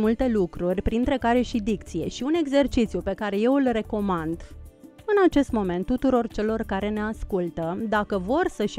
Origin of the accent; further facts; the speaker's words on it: Moldavia, Romania; accent: Moldavian; moved away; Sunt moldoveancă. Da. Sunt moldoveancă.